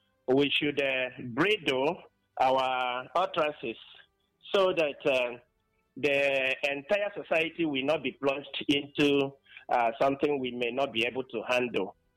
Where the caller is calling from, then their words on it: Borno, Nigeria; I'm calling in from Akeza, Borno State.